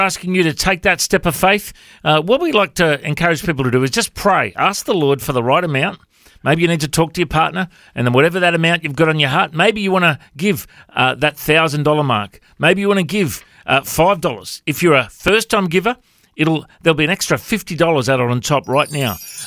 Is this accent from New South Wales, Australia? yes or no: yes; Tamworth, New South Wales, Australia; born there; Well, you know, I was born in Tamworth, so it's a little bit lovely. Of a sentimental spot for me.